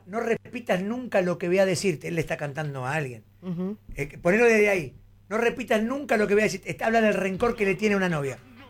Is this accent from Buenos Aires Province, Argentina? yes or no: yes; El Palomar, Buenos Aires Province, Argentina; Yo soy el 3 de febrero, yo soy del Palomar.